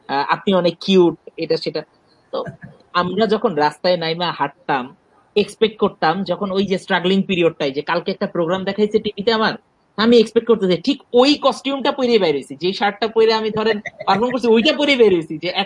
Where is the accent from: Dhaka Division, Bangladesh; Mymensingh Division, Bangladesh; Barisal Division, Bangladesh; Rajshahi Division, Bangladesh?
Dhaka Division, Bangladesh; Dhaka; তা আমার বাবা মা লক্ষ্মীপুরে বড় হয়েছে, লক্ষ্মীপুর আমাকে আমার বাবা মা উপহার দিছে, আমি আসলে ঢাকাতেই বড় হয়েছি।